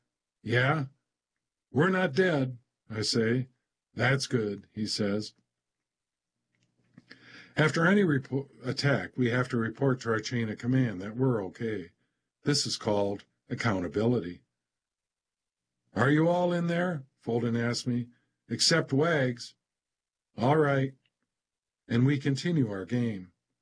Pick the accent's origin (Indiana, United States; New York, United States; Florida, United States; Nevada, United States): New York, United States; Roman is from Massachusetts. I'm from New York.